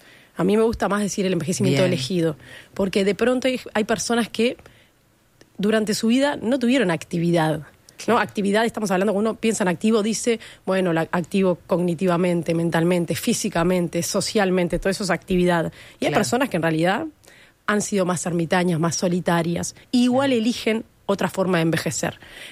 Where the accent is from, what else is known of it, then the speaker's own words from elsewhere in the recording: Uruguay; Porque no somos los uruguayos.